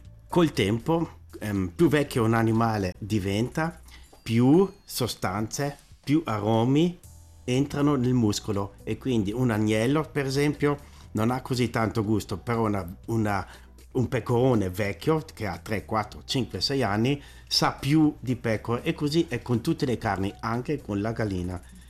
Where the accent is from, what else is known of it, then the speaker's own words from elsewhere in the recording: Trentino-Alto Adige, Italy; da noi, provincia di Bolzano.